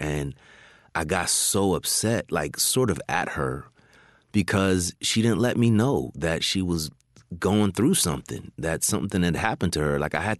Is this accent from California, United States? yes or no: yes; California, United States; born or raised there